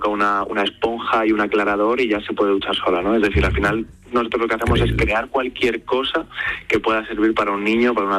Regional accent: Madrid, Community of Madrid, Spain; y bueno, yo soy de Aluche, he visto en mi barrio, siempre he visto desigualdades, cosas diferentes

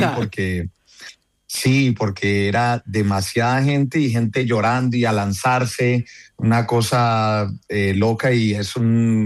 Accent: Cali, Valle del Cauca, Colombia

